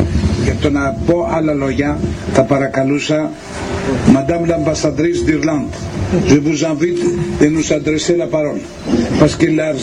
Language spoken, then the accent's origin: Greek; Chios, North Aegean, Greece; βρίσκονται στο χωριό μου, βρίσκονται στην ακριτική Χίο